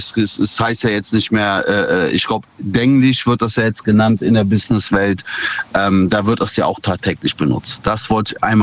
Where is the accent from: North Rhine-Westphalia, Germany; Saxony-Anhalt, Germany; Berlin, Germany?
North Rhine-Westphalia, Germany; Ich bin aus der Nähe von Bonn.